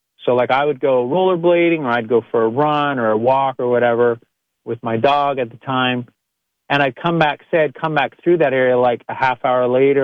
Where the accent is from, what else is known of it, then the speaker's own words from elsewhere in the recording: Ontario, Canada; I grew up on the St. Lawrence River, small town in Eastern Ontario, Canada, kind of near the Thousand Islands, about 50 miles east of the Thousand Islands. St. Lawrence River, very beautiful, very scenic. And our town had this really nice dock area.